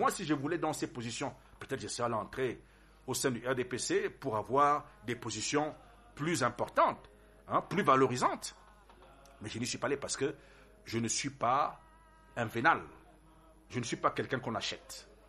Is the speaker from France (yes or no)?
no; Cameroon; chez nous au Cameroun